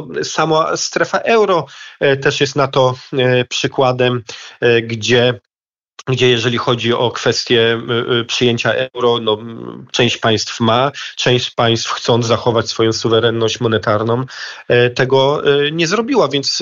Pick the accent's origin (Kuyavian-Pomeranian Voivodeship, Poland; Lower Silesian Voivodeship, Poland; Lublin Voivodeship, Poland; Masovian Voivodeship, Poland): Lower Silesian Voivodeship, Poland; Ja jestem z Dolnego Śląska